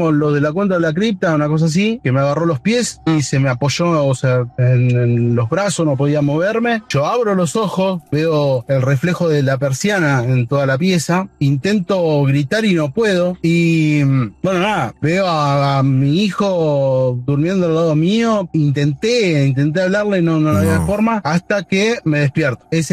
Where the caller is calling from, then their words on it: Pablo Nogués, Buenos Aires Province, Argentina; de Pablo Noés.